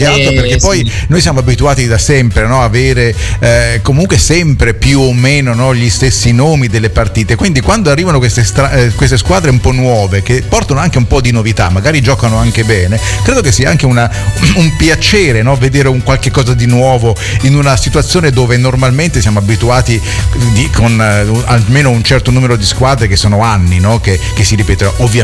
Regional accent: Rome, Lazio, Italy

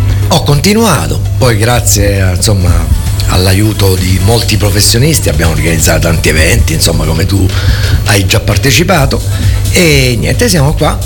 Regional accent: Messina, Sicily, Italy; No, allora, spesso mi confondono con l'eccese, perché io sono messinese, abbiamo lo stesso accento.

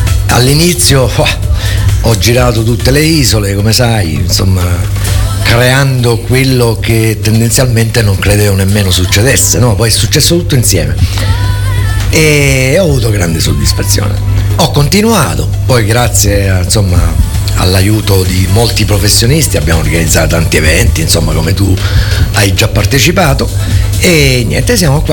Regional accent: Messina, Sicily, Italy; now in Canary Islands, Spain; spesso mi confondono con leccese, perché io sono messinese, abbiamo lo stesso accento.

